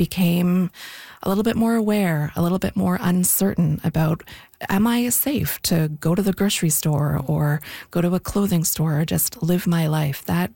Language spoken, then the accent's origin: English; Victoria, British Columbia, Canada; I am a queer, anti-racist feminist. I was born and raised in Victoria. Shout out to my fellow Esquimalt High grads.